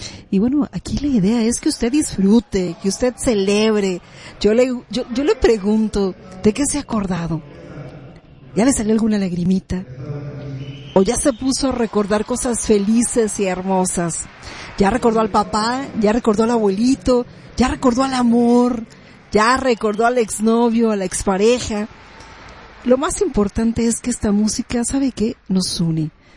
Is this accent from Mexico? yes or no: yes; Mexico